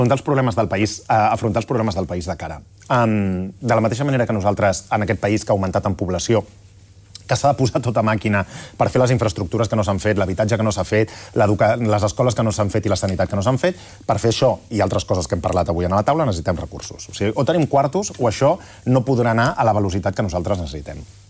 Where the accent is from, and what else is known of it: Catalonia, Spain